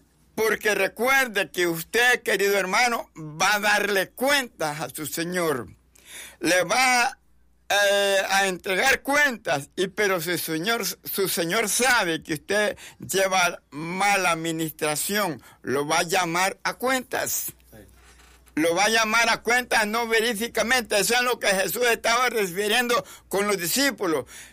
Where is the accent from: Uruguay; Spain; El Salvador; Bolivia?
El Salvador